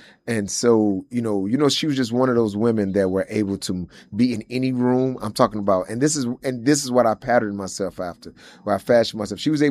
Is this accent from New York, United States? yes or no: no; St. Louis, Missouri, United States; And I grew up in St. Louis. St. Louis is full of a lot of love, a lot of great people